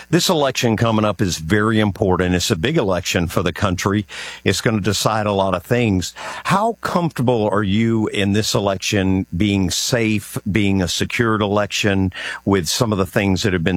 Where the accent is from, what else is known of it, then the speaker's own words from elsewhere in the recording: the South, United States; accent: southern; My family's from Italy and my family's from Ireland. But we have our own accent over here. Everybody goes, you got this southern accent.